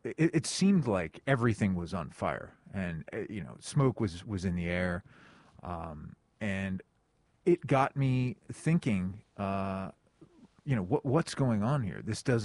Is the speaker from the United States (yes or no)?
yes; Thousand Oaks, California, United States; moved away; I grew up in Thousand Oaks, California, and I grew up hiking and mountain biking in the hills there.